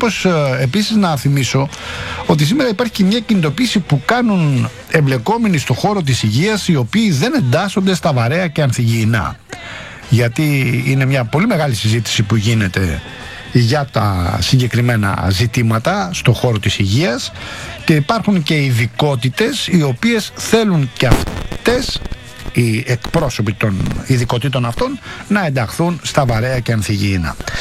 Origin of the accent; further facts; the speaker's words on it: Rafina, Attica, Greece; καλημέρα στην πατρίδα μου στη Ραφίνα.